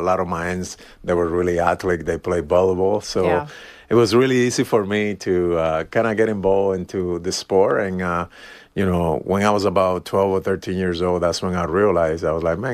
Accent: Dominican Republic; growing up in the Dominican Republic, you can only see two teams on Saturday.

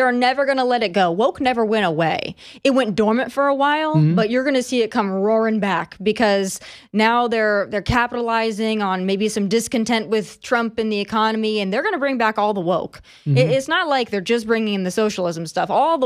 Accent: South Dakota, United States; Well, and I'm from South Dakota

